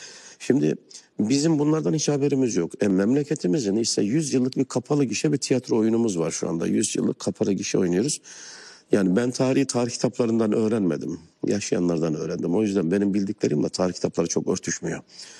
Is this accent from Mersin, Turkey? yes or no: no; Çarşamba, Samsun, Turkey; Çarşambalıyım.